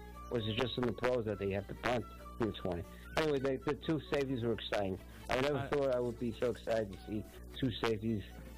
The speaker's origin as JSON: {"language": "English", "region": "New York", "country": "United States", "said": "I'm sorry, Art. I'm from New York."}